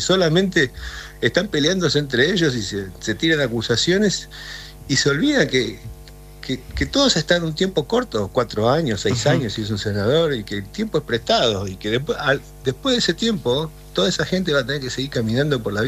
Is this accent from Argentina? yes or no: yes; Argentina